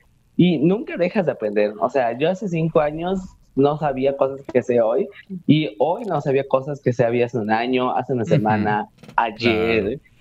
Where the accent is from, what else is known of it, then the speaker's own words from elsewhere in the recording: Mexico; Soy una mexicana que trabaja día y noche